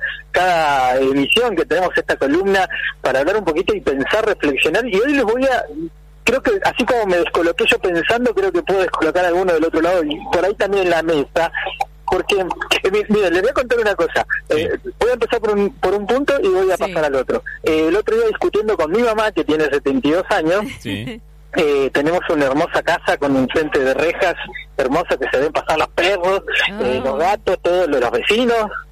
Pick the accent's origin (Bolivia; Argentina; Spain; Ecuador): Argentina; como los argentinos somos así